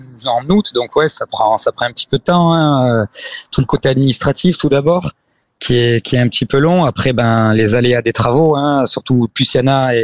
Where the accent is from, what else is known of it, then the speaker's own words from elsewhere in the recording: Occitanie, France; je suis revenu aux sources dans mon village natal pour reprendre cette boulangerie-là.